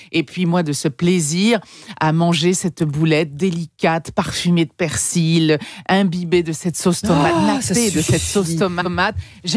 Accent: Hauts-de-France, France; Moi, je suis des Hauts-de-France.

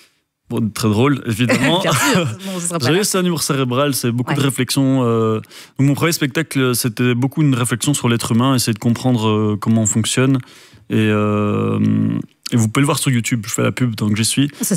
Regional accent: Belgium; Mais donc vraiment il y a du talent et je pense qu'on peut en tant que Belge être fier de tout le talent

